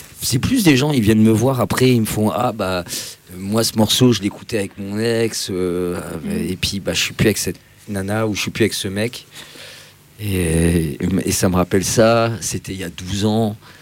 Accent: Metz, Grand Est, France; moi je suis de Metz

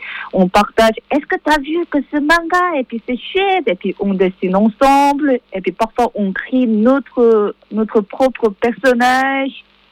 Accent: South Korea; French is a second language; moved away; quand j'étais petit en Corée

